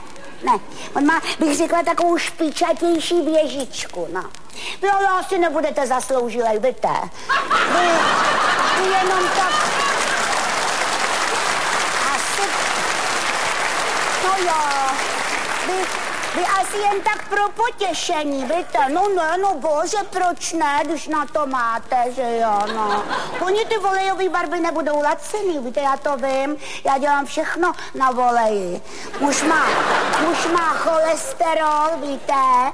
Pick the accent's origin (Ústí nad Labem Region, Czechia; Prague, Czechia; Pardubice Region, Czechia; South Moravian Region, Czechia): Prague, Czechia